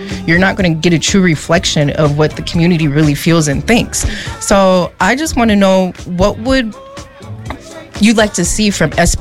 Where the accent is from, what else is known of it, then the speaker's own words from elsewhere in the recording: St. Paul, Minnesota, United States; And just growing up in the Rondo community, we had this conversation before we were on air. Like, my teachers who worked in the school I seen them at the grocery store.